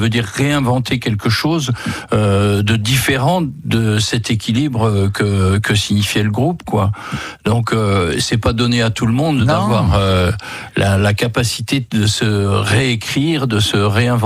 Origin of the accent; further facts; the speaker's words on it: Grand Est, France; also born or lived in New York, United States; Tu l'as dit dans la présentation, je suis lorrain.